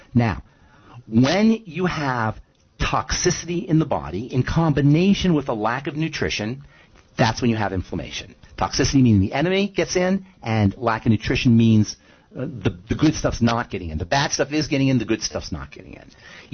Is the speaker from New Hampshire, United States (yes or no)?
no; Trenton, New Jersey, United States; I grew up in Trenton. I know all about Philly.